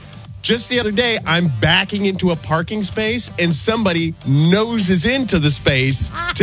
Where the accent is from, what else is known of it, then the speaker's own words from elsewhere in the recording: Pennsylvania, United States; now in New York City, United States; I grew up in Pennsylvania